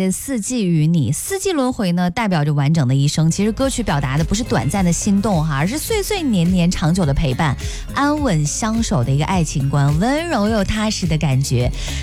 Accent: Henan, China

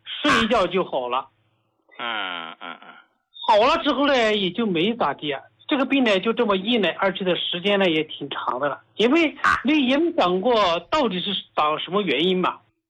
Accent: Hubei, China; 我是湖北人，

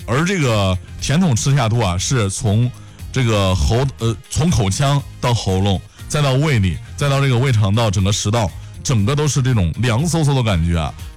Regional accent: Zhengzhou, Henan, China; 更是我们郑州人从晨光熹微到暮色沉沉，从日常三餐到宴席盛典的一个情感归宿。

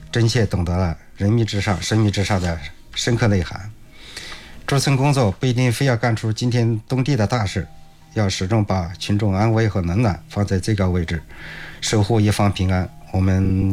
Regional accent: Hubei, China; moved away; 我的老家在湖北农村

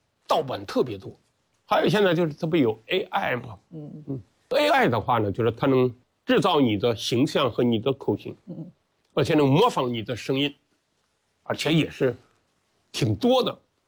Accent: Yanjin, Henan, China; moved away; 所以我们河南人的话呢，除了幽默，就是心胸也特别的宽广。

